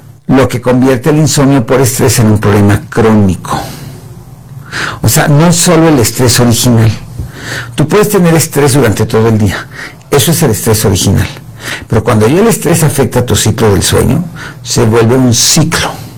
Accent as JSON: {"language": "Spanish", "town": "Coacalco", "region": "State of Mexico", "country": "Mexico", "tie": "born or raised there", "said": "No, ¿qué te pasa? ¿Por qué te metes con Coacalco?"}